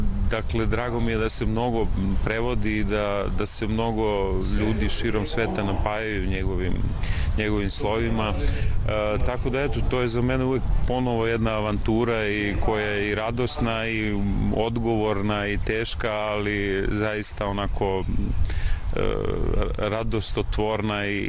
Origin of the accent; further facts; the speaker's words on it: Žiča, Šumadija and Western Serbia, Serbia; i sam sam poreklom iz Žiče, gde je on episkopstovao i dalje zadržao u svom svetiteljskom imenu vladika Nikolaj Žički.